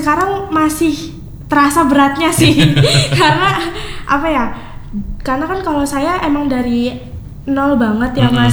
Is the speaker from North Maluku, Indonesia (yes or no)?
no; Jakarta, Indonesia; now in Surakarta, Indonesia; Karena kebetulan juga saya bukan dari Surakarta, bahkan bukan dari Jawa, tapi saya juga dari Jakarta gitu.